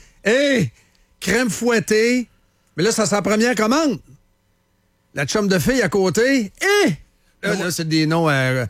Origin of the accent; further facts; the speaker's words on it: Shawinigan, Quebec, Canada; Je viens de Shawinigan